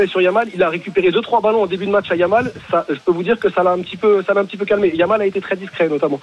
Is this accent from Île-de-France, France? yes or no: yes; Paris, Île-de-France, France; et pourtant, je suis parisien, donc parler en bien de Rabiot, ça me fait un peu du mal